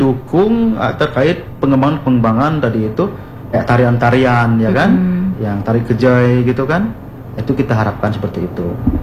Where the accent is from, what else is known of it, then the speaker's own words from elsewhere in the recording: Bengkulu, Indonesia; Kenapa juga kita harus malu mengakui atau menggunakan bahasa Rejang, toh kita orang Rejang asli seperti itu.